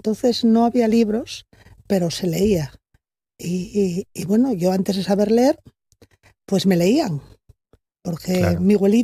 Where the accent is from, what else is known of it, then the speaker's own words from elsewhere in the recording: Gijón, Asturias, Spain; also born or lived in El Llano, Gijón; Yo nací en el Llano, en la calle María Josefa. Y viví ahí hasta los 3 años. A los 3 años fui a vivir a Les 1500. Sí. Yo soy de Pumarín